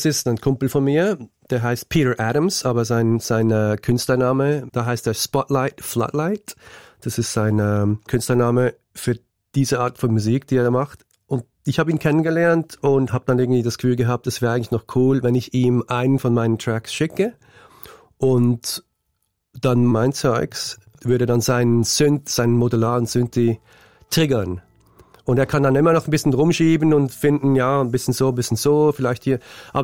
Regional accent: Switzerland; moved away as an adult; also born or lived in New York; now in Los Angeles, United States; Also verwurzelt bin ich schon vor allem hier, also in der Schweiz, obwohl ich mit 19 ausgewandert bin jetzt schlussendlich.

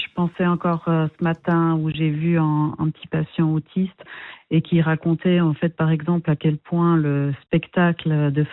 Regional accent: Thailand; moved away; j'ai passé mon enfance en Thaïlande.

